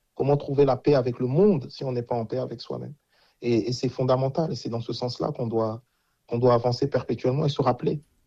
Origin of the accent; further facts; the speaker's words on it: France; nous sommes des Français.